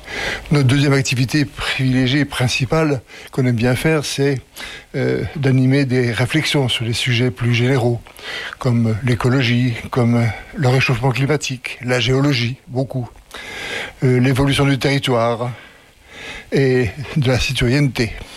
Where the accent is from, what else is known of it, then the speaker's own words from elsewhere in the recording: Grand Est, France; Non, mais je suis pas originaire de Lyosson, je suis lorrain au départ. Mais ça fait 40 ans maintenant que j'habite ici